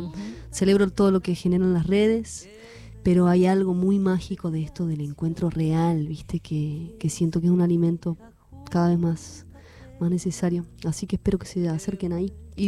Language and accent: Spanish; Córdoba, Argentina; Se está extinguiendo nuestro acento. Yo conozco niños nacidos en la Sierra de Córdoba que hablan como porteño.